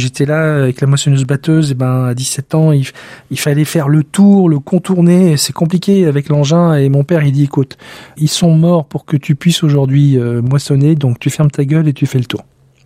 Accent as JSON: {"language": "French", "region": "Hauts-de-France", "country": "France", "tie": "born or raised there", "moved": "yes", "said": "je viens du Nord-Pas-de-Calais, et dans nos champs, là-haut, il y a des vestiges de 14-18 partout."}